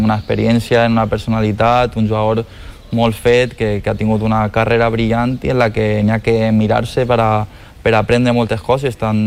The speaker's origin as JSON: {"language": "Catalan", "region": "Valencian Community", "country": "Spain", "said": "Pues és una responsabilitat molt bonica, perquè al final estem representant a molta gent"}